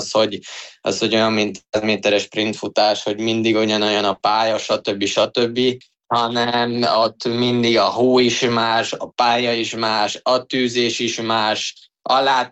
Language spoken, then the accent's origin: Hungarian; Hungary; also born or lived in Austria; magyarként